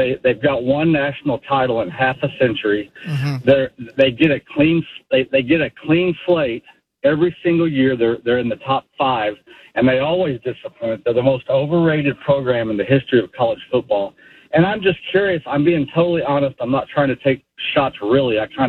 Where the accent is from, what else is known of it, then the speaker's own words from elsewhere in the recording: Oklahoma, United States; So basically, I don't have a cowboy hat, but I'm close enough because I'm from Oklahoma.